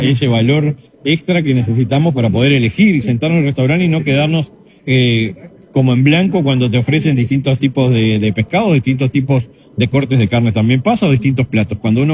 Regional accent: Uruguay

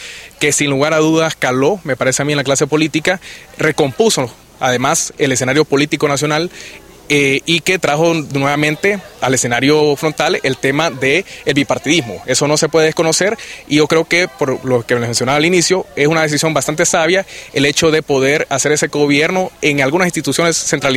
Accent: Honduras; como buen ciudadano, como buen hondureño

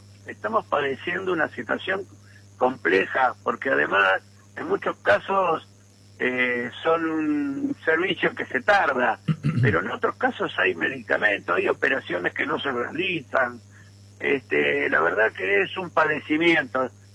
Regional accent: San Martín, Buenos Aires Province, Argentina; yo de Chacarita soy porque soy de San Martín

